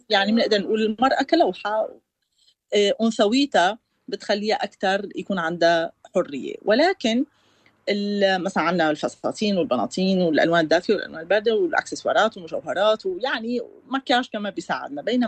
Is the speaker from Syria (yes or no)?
yes; Syria; صراحة سألت على الموضوع لأني أكيد بهمني